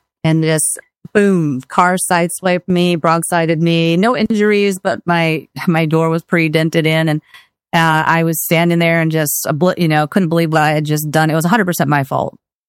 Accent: Minnesota, United States; I was born in 1974, grew up in a small town, 1,200 people, northern Minnesota, with one traffic light.

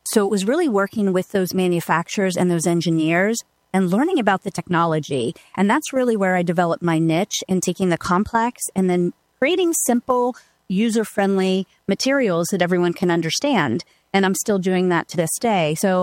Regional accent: Pittsburgh, Pennsylvania, United States; moved away as an adult; now in Tampa Bay area, United States; So I'm originally from Pittsburgh.

